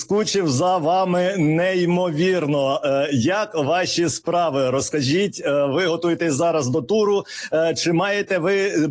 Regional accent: Volyn Oblast, Ukraine; moved away; ви стартуєте з моєї рідної Волині, з Володимира, з Луцька. Це моя мала батьківщина.

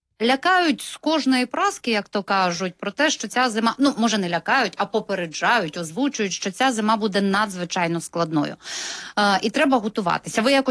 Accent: Kyiv, Ukraine; І ми, кияни, хочемо розуміти, що це.

